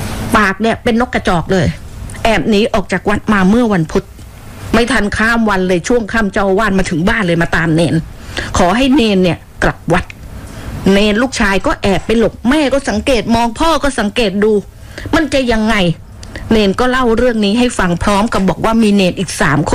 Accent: Phuket, Thailand; born there; ดิฉันนี่เกิดมาเป็นคนภูเก็ตโดยกำเนิดนะเกิดถนนดีบุก

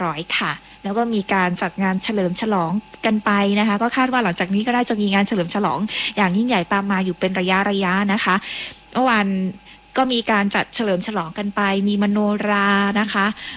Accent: Southern Thailand, Thailand; ก็ถือว่าเป็นความภาคภูมิใจของพวกเราคนไทยแล้วก็โดยเฉพาะพวกเราชาวใต้นะคะ

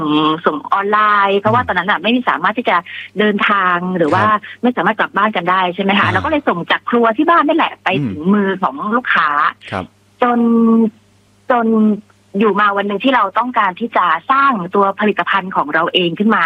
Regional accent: Phatthalung, Thailand; แต่เราเป็นสาวใต้เป็นสาวพัทลุงจากกลาโนล่าเราก็เลยมาแปลงเป็น…ค่ะ

